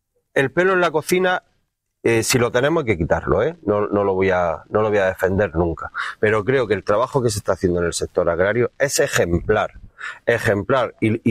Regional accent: San Isidro, Andalusia, Spain; sabes que yo soy de San Isidro

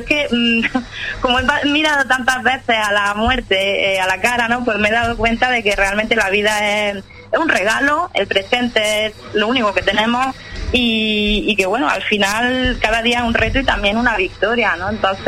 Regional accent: El Ejido, Andalusia, Spain; also born or lived in Barcelona; Sí, bueno, sí, yo vivo en El Ejido, aunque nací en Barcelona, pero desde los 13 años me he criado en El Ejido

